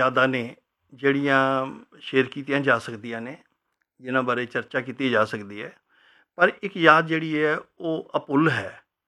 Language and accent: Punjabi; Delhi, India; also born or lived in Kanpur district, Uttar Pradesh; 5 ਕੁ ਸਾਲ ਦਾ ਸੀ ਮੈਂ ਜਦੋਂ ਅਸੀਂ ਦਿੱਲੀ ਦੇ ਵਿੱਚ ਆ ਗਏ। ਦਿੱਲੀ ਦੀ ਪੱਛਮੀ ਦਿੱਲੀ ਦੇ ਵਿੱਚ ਅਸੀਂ ਰਹਿਣ ਬਸੇਰਾ ਕੀਤਾ, ਔਰ ਉੱਥੇ ਨੇੜੇ ਹੀ ਇੱਕ ਸਕੂਲ ਸੀਗਾ, ਸੁੱਖ ਖਾਲਸਾ ਸੀਨੀਅਰ ਸੈਕੰਡਰੀ ਸਕੂਲ, ਘਰ ਦੇ ਨੇੜੇ ਸੀਗਾ।